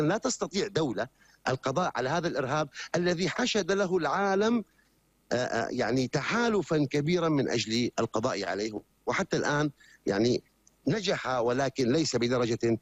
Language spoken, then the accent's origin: Arabic; Syria; نحن لدينا جرح عميق غائر كسوريين